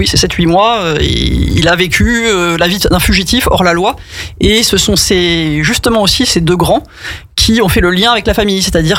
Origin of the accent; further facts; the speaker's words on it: Fontainebleau, Île-de-France, France; also born or lived in Paris; now in La Motte-Servolex, France; Je suis née à Paris, effectivement, mais très vite j'ai déménagé vers Fontainebleau avec ma famille et il se trouve que j'avais un beau château François 1er et une belle forêt à côté de moi.